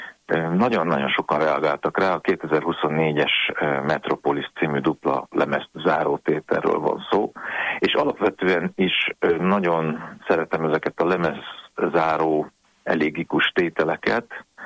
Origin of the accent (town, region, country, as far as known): Hungary